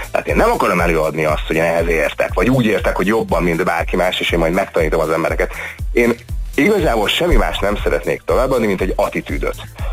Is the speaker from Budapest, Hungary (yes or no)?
no; Debrecen, Hajdú-Bihar, Hungary; moved away as an adult; also born or lived in Szeged; Debrecenben nőttem föl